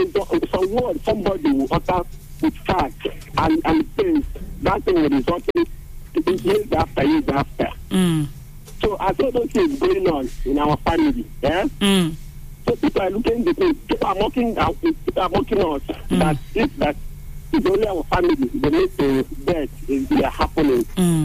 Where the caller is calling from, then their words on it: Ekwere, Nigeria; I'm calling from Ekwere.